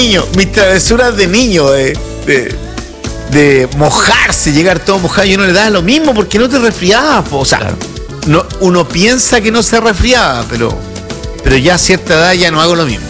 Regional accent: Chillán, Ñuble, Chile; also born or lived in Iquique; Yo nací en Iquique. Iquique es una ciudad donde no cae nada de agua, es una garuga y queda la escoba. Entonces, a los 11 o 12 años me fui a Chillán.

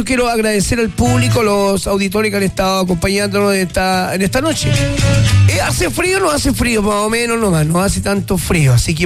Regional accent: Angol, Araucanía, Chile; Nosotros somos de Angol, pero transmitimos para toda la gente bonita de Cañete, ¿ya?

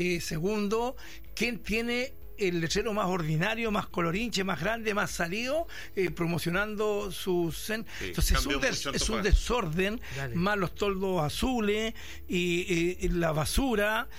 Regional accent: Antofagasta, Chile; now in Quilpué, Chile; soy futbolero, sí, de Antofagastita.

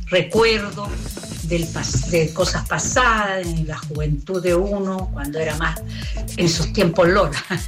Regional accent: Valparaíso, Chile; Buenos días … Felicitarlos por el programa. Esto me encanta el programa. Así que quiero felicitarlo. Y bueno, estoy de aquí de Valparaíso, Playa Ancha. Nacía, criada acá en Valparaíso.

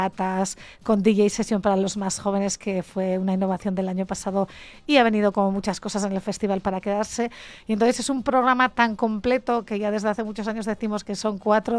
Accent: Aragon, Spain; como buenos mediterráneos españoles y somontanos

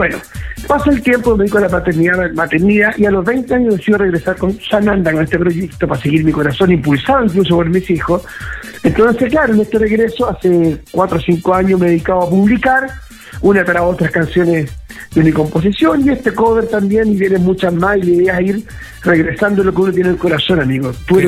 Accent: Santiago, Santiago Metropolitan Region, Chile; now in Colina, Chile; Yo soy de Santiago, vivo aquí en la comuna de Colina, compadre, Colinense

